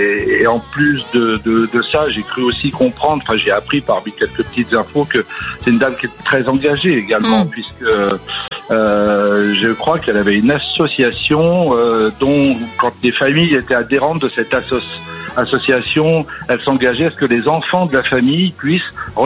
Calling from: Normandy, France; Je vous appelle de 40 ans les Marais dans la Manche, dans 50, en Normandie.

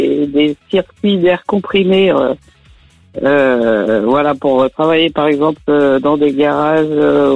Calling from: Poisy, Auvergne-Rhône-Alpes, France; j'habite à Poisy en Haute-Savoie.

